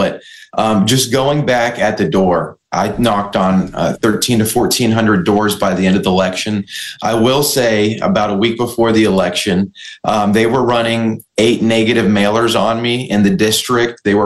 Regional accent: Kentucky, United States; I was born and raised here in Northern Kentucky. I come from a family of servant leaders.

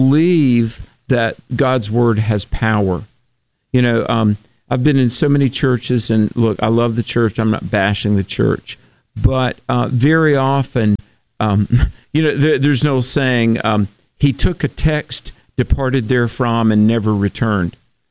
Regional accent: North Carolina, United States; In my home state of North Carolina

